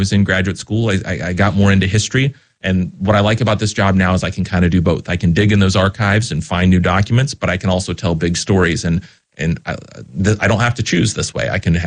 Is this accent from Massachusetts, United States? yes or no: no; Dillsboro, Indiana, United States; when I actually took her to Dillsboro a few years later, she was like, this is not Cincinnati. but it's a wonderful place that I grew up